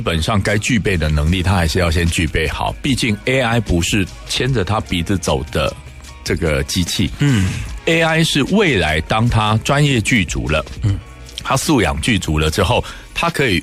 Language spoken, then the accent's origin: Chinese; Kaohsiung, Taiwan; 我们高雄人